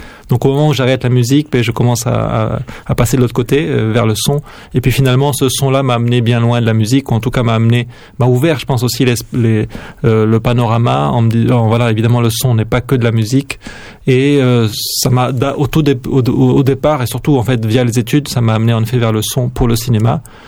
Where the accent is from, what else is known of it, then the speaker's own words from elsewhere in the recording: Narbonne, Occitanie, France; moved away; c'est pas très loin de l'endroit où j'ai grandi, donc qui est à Narbonne, donc à quelques heures de train d'ici.